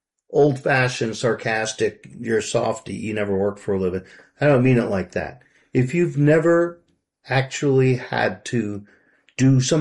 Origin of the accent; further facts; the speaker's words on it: New York, United States; like I grew up in New York, and I there were rent strikes when I was a kid there.